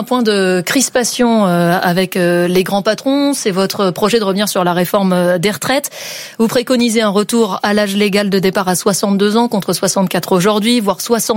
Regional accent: France; chez nous en France

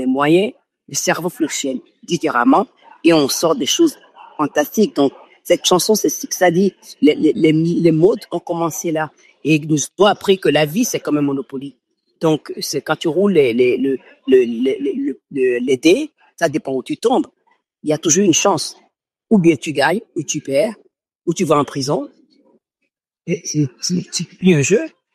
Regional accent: Benin; now in New York, United States; Et que moi, j'ai grandi en Afrique, au Bénin

